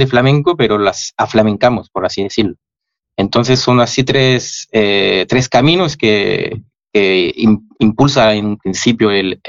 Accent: France; now in Spain; el corazón francés, aunque adoro España. De hecho, vivo en España y estoy muy a gusto en España. Sigo siendo francés.

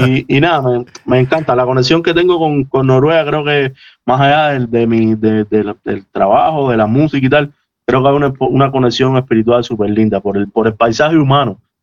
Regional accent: Cuba; moved away; venimos de Cuba y tal

